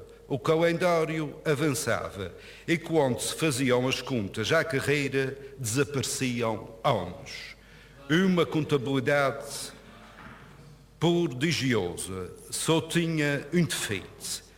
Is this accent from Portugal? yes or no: yes; Corvo, Azores, Portugal; Cresci no Corvo, sei o tamanho da ilha.